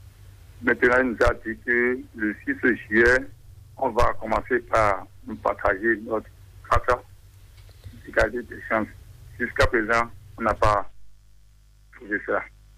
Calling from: Adjarra, Ouémé, Benin; J'appelle de Port-Nouveau, commune d'Adjara, arrondissement de Manfoui, à Tigézi.

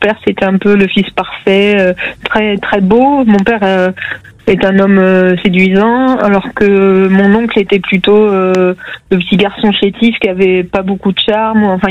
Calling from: Agen, Nouvelle-Aquitaine, France; moi je suis d'Agen

